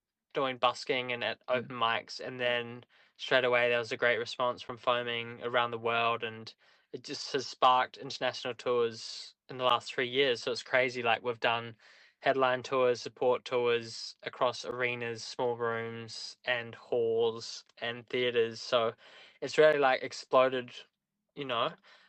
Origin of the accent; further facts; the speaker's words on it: New Zealand; also born or lived in Australia; Well, it's interesting growing up in New Zealand and Australia.